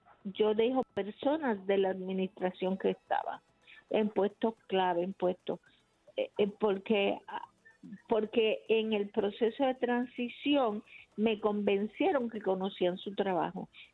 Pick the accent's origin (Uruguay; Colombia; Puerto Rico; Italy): Puerto Rico; Loíza; estamos también representados los loiseños, Puerto Rico completo.